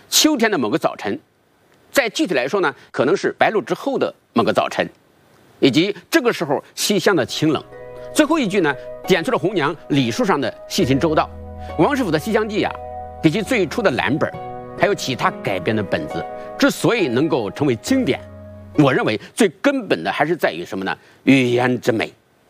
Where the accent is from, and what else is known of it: China